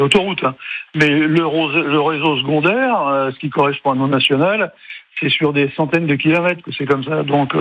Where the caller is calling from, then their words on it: Bourg-lès-Valence, Auvergne-Rhône-Alpes, France; j'habite à Marcurtin, à Bourg-lès-Valence.